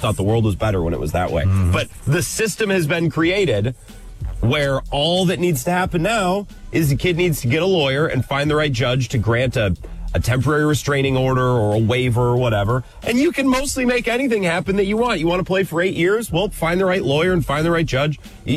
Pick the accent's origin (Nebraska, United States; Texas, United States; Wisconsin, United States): Wisconsin, United States; Dunn County; I'm from Dunn County.